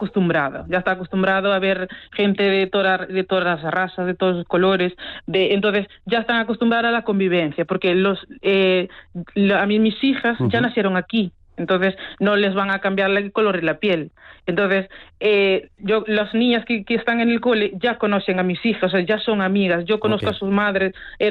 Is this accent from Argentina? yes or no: no; Cape Verde; now in Burela, Spain; Pero yo, por ejemplo, normalmente nosotros, que somos de allí, cuando vamos, salimos de Burela en autobús, vamos a Portugal, de Portugal cogemos un vuelo aeropuerto a Lisboa, Lisboa a Cabo Verde